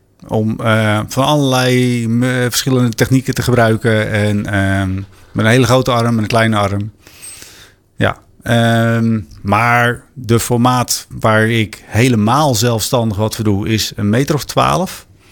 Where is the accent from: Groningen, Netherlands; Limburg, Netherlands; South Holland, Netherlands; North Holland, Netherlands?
South Holland, Netherlands; waar ik vandaan kom, het bollengebied. Het is allemaal arme zandgrond.